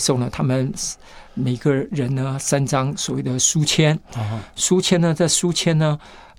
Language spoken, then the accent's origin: Chinese; Taiwan; 我们台湾人是我在我母亲时候酿的时候呢